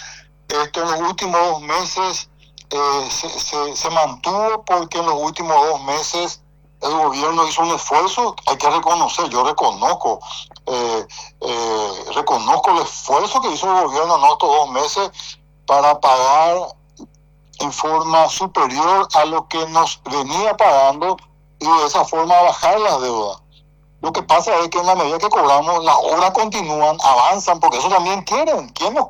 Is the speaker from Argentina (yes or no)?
no; Paraguay